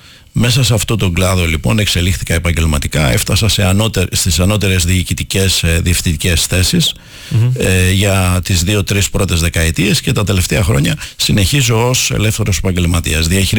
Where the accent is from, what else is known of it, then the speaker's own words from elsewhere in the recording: Aigio, Western Greece, Greece; moved away as an adult; now in Athens, Greece; Εγώ γεννήθηκα στο Αιγαίο, στο Σελινούντα του Αιγαίου, τη δεκαετία του 60, σε αρχές της δεκαετίας, και τελειώνοντας το σχολείο έφυγα, το λύκειο, έφυγα αναζητώντας κάτι καλύτερο. Ευτυχώς έφτασα μέχρι την Αθήνα, γιατί οι αρχικές μου σκέψεις ήταν μπορεί να έφτανα μέχρι την Αμερική.